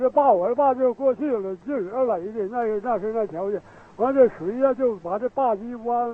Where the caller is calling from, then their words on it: China; 我住在翠岩镇匡市双山屯儿，